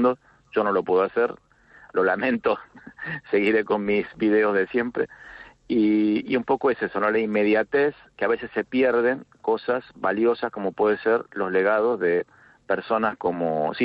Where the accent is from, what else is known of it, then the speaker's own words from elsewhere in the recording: Argentina; now in Spain; Soy de Argentina y vivo en España, soy español, pero bueno, también un poco argentino, o soy de los dos lados, ¿no?